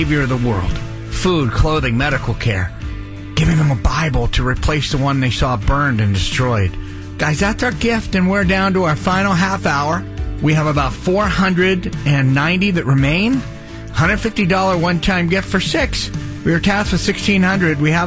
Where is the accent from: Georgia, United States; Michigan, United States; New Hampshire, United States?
New Hampshire, United States; Growing up in New Hampshire, heading to Sunday night services, Community Chapel, Church of the Nazarene.